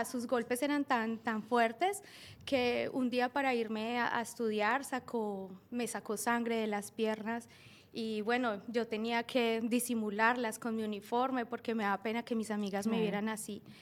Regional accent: Pereira, Risaralda, Colombia; born there; yo soy colombiana.

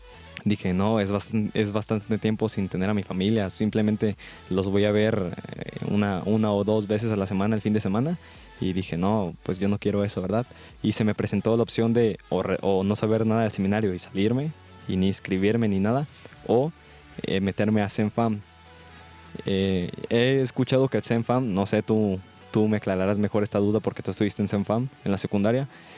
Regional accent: Tala, Jalisco, Mexico; Soy originario de Tala, Jalisco. Mi parroquia es San Francisco de Asís, la que está en el centro de Tala, donde está la plaza y todos los demás lugares de atracción. Y yo tengo 19 años

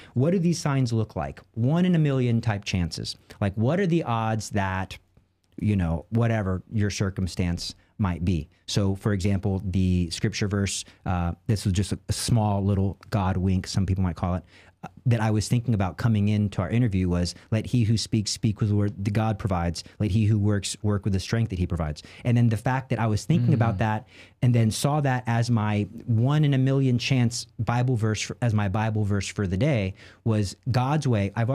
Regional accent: Texas, United States; I'm from Texas.

